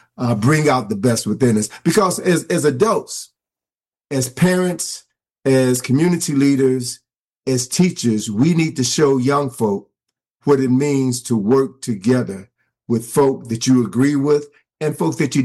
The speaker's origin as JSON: {"language": "English", "town": "Chicago", "region": "Illinois", "country": "United States", "tie": "born or raised there", "said": "my hometown Chicago"}